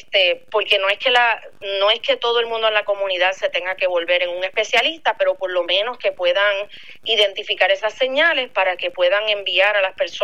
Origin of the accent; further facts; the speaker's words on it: Puerto Rico; now in Florida, United States; para mí creciendo en Puerto Rico y en Latinoamérica